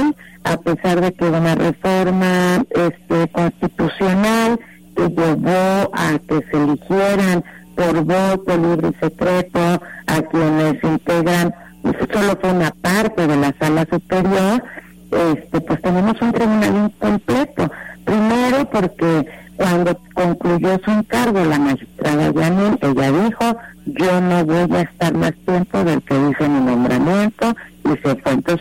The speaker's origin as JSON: {"language": "Spanish", "country": "Mexico", "said": "Me parece que como mexicanos y mexicanas sí tenemos que estar muy atentos"}